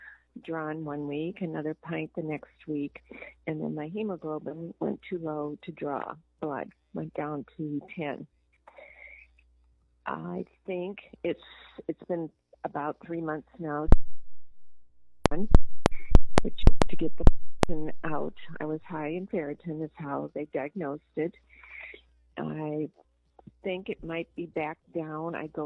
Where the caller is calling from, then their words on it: Moline, Illinois, United States; I am from Moline, Illinois.